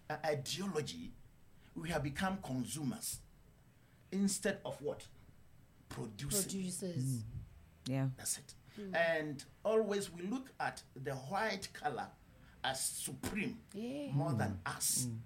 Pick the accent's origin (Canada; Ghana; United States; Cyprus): Ghana; Nyakrom, Central Region; also born or lived in Abodom; Yes, I'm a Ghanaian, born in Ghana.